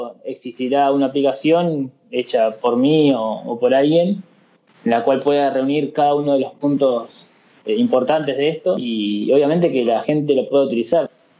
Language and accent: Spanish; Balcarce, Buenos Aires Province, Argentina; moved away as an adult; now in Tandil, Argentina; soy de Balcarce y vivo en Tandil y quedan a 107 kilómetros de distancia.